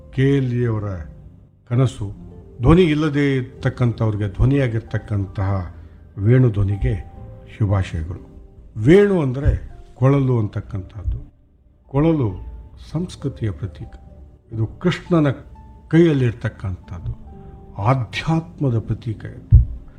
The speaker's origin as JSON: {"language": "Kannada", "town": "Dharwad", "region": "Karnataka", "country": "India", "tie": "born or raised there", "said": "Radio ನನ್ನ ಬಾಲ್ಯ ಜೀವನದ ಅವಿಭಾಜ್ಯ ಅಂಗ. ನಾನು ಧಾರವಾಡದಲ್ಲಿದ್ದೆ."}